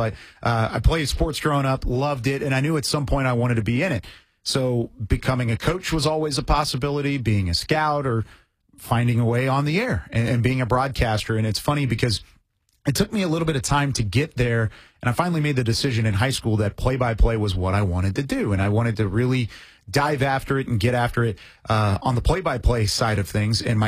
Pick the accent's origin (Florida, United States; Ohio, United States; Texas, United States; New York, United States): Texas, United States; Waco; I grew up in Waco, Texas, so just about 2 hours south of Dallas, and was born and raised there. Came from a family with little money, but a lot of dreams.